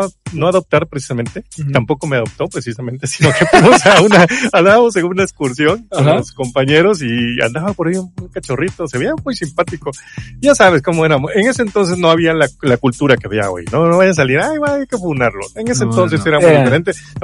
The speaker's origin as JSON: {"language": "Spanish", "country": "Mexico", "said": "ya sabes cómo somos aquí los mexicanos."}